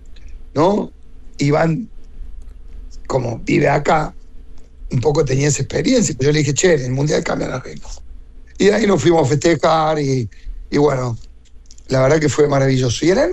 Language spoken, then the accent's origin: Spanish; Córdoba, Argentina; soy de Córdoba.